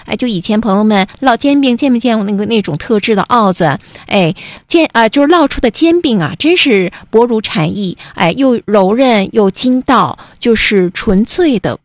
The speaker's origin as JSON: {"language": "Chinese", "region": "Northeast China", "country": "China", "said": "咱们东北人"}